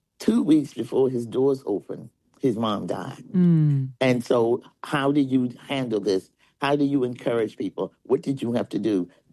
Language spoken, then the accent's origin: English; Palmyra, Virginia, United States; now in Philadelphia, United States; I hail from Palmyra, Virginia.